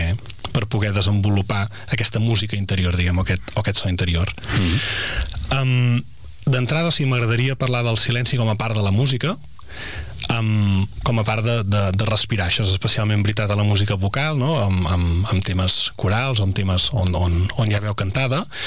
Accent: Sant Hipòlit de Voltregà, Catalonia, Spain; sóc fill de Sant Hipòlit

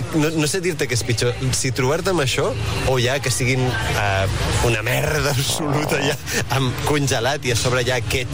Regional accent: Catalonia, Spain; som catalans

